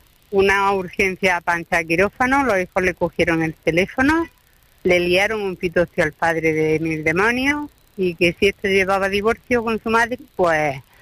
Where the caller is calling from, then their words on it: Granada, Andalusia, Spain; de Granada